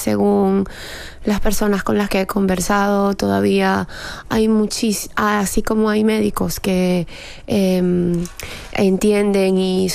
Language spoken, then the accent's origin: Spanish; Venezuela; now in Spain; yo como inmigrante venezolana, que ahora estoy nacionalizada aquí en España